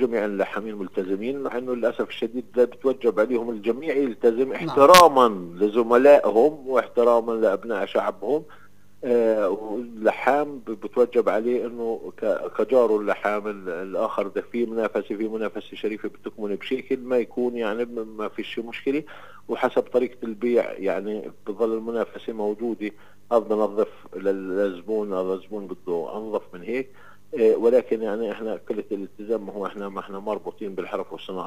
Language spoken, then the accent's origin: Arabic; Palestine